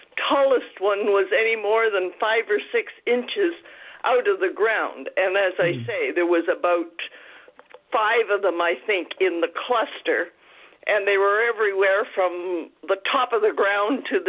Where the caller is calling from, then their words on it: Holstein, Ontario, Canada; I'm from Holstein, not Ottawa.